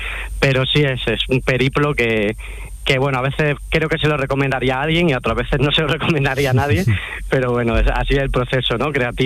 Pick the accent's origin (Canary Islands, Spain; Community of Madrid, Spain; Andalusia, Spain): Andalusia, Spain; Granada; Pues sí, soy bastante granadino. También aposté mucho por quedarme aquí, que bueno, he tenido mis propias diatribas con esto, pero ya me he reconciliado con el hecho de quedarme en mi tierra